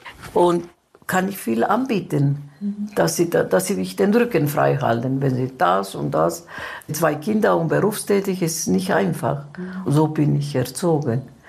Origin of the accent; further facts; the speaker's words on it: Munich, Bavaria, Germany; Also meine Heimat ist München, ich fühle mich als Münchnerin und mein Dorf, wo ich geboren bin.